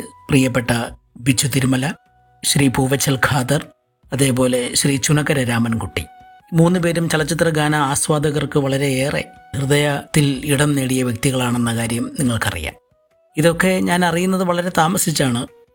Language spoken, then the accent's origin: Malayalam; Aryankavu, Kerala, India; born there; accent: Kollam slang; also born or lived in Chempur, Kattakada, Thiruvananthapuram; അല്ലെങ്കിൽ തിരുവനന്തപുരത്തിൻ്റെ സംഭാഷണ ശൈലി എന്നിൽ നിന്ന് അകന്നുപോയി. 7 വയസ്സുമുതൽ ഞാൻ പഠിച്ച സ്ഥലം കൊല്ലം ജില്ലയായതുകൊണ്ട് കൊല്ലത്തിൻ്റെ ഒരു സ്ലാങ്ങാണ് അല്ലെങ്കിൽ കൊല്ലത്തിൻ്റെ ഒരു ഭാഷ പ്രയോഗ രീതിയാണ് എൻ്റെ പ്രയോഗത്തിലൊക്കെ കടന്നുകൂടിയത്